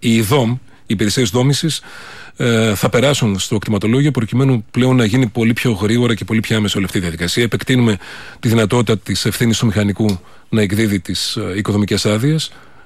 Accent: Thessaly, Greece; είτε είσαι από τα μέρη μου, από τη Θεσσαλία

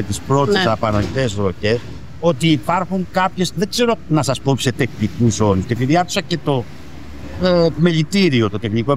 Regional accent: Patras, Western Greece, Greece; το γνωρίζουμε και οι δύο γιατί είμαστε πατρινοί, εσείς είστε λίγο μικρότεροι, αλλά εγώ είμαι λίγο μεγαλύτερος

